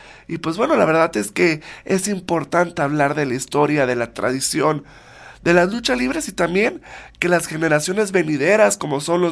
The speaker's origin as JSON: {"language": "Spanish", "country": "Mexico"}